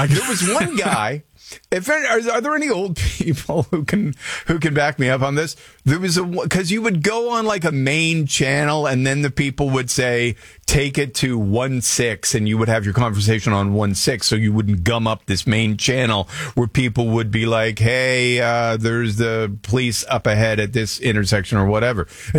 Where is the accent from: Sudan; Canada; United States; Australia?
Canada; Montreal, Quebec; growing up in Montreal was we lived near the Trans-Canada, the 401 in Montreal